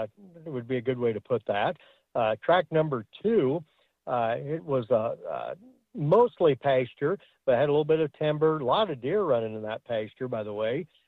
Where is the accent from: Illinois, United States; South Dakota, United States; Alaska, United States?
Illinois, United States; Aledo; Aledo, Illinois. That's my hometown.